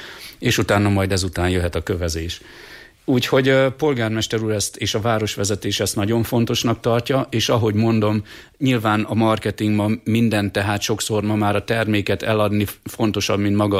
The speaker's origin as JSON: {"language": "Hungarian", "country": "Hungary", "said": "magyarok vagyunk"}